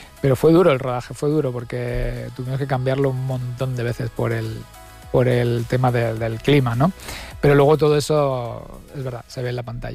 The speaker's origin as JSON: {"language": "Spanish", "region": "Navarre", "country": "Spain", "said": "Soy navarro, claro, claro."}